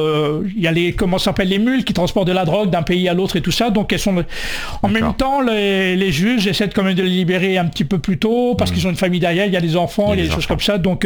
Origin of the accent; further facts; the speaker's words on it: France; born there; Parce qu'avant, j'étais que algérien. Pourtant, je suis né en France.